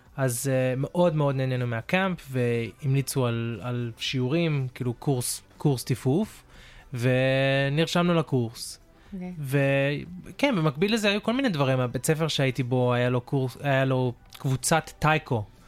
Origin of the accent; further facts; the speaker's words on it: Brisbane, Queensland, Australia; also born or lived in Melbourne; לא, בסביבות הזמן הזה, אנחנו עשינו טיול גדול, ועברנו לבריזבן. מלבורן היה קר מדי.